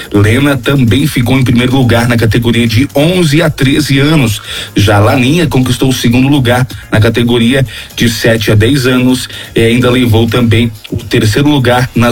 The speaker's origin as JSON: {"language": "Portuguese", "town": "Alfredo Wagner", "region": "Santa Catarina", "country": "Brazil", "tie": "born or raised there", "said": "festa do Dia das Mães, como tão tradicional também por lá, minha terrinha natal também."}